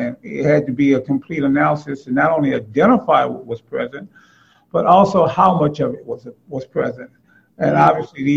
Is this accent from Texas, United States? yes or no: yes; Port Arthur, Texas, United States; I'm from originally from Port Arthur, Texas, which is more or less oil refinery area.